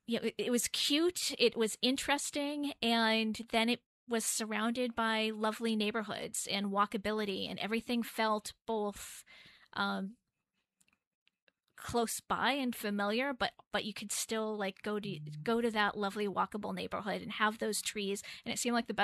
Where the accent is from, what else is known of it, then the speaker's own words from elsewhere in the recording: Londonderry, New Hampshire, United States; I grew up in Londonderry.